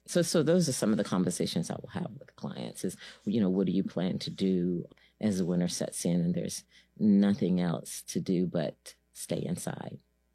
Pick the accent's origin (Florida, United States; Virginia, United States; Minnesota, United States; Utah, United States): Virginia, United States; You know, in past cases where I come from, and by the way, I'm from Virginia